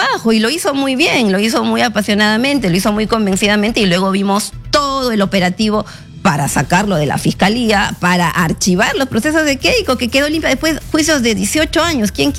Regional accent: Peru; now in Lima, Peru; el gran desafío que tenemos como peruanos, sobre todo los que vivimos en Lima, en las grandes ciudades

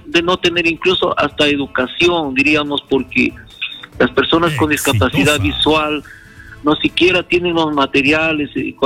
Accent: Peru; todos somos peruanos, todos somos ciudadanos en igualdad.

